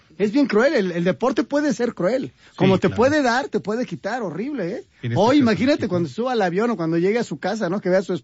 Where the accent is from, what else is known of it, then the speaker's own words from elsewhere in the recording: Mexico; Mi familia es de allá. Yo soy mexicano y me hubiera gustado más que hubiera ganado México.